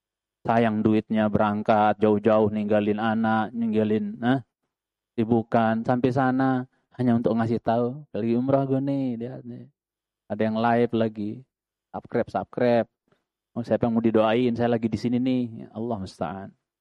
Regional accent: Lombok, West Nusa Tenggara, Indonesia; born there; now in Cilangkap, Jakarta, Indonesia; guru-guru saya, ustaz-ustaz saya di Lombok itu.

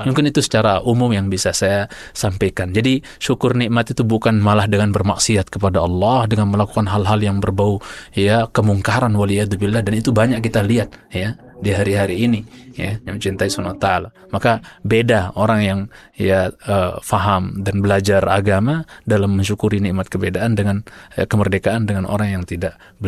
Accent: Lombok, West Nusa Tenggara, Indonesia; saya orang Lombok ya.

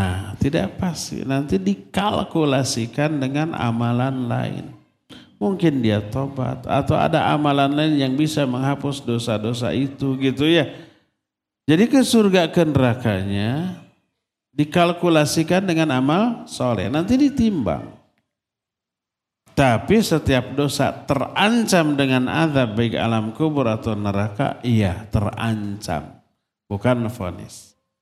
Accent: Selacau, West Java, Indonesia; di desa saya itu ada Selacau, nyebrang sungai itu Cipatik atau Citapen gitu.

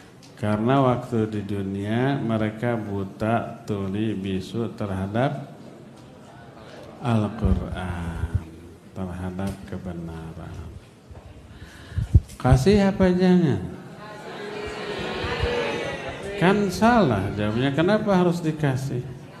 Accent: West Java, Indonesia; Saya orang Sunda … Bisa tuh nyebut F.

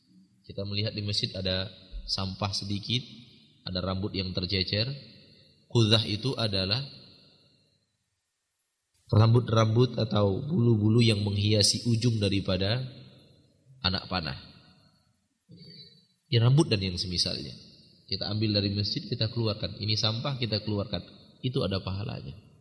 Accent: Sumatra, Indonesia; moved away; kami orang Sumatera

